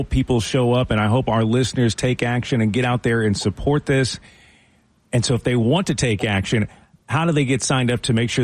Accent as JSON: {"language": "English", "region": "South Carolina", "country": "United States", "said": "I'm from South Carolina, so our football is our sport."}